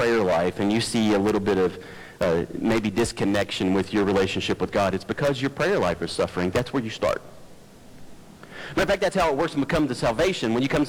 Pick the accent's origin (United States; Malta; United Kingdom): United States; we're American.